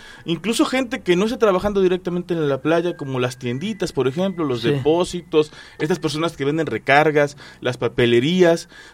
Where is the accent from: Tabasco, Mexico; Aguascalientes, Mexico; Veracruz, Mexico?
Veracruz, Mexico; Barra de Cazones; Pues yo soy también de la Barra de Cazones, allá crecí. Mi mamá allá se hizo de un espacio donde hemos ido construyendo, sí, una casa a lo largo de toda la vida.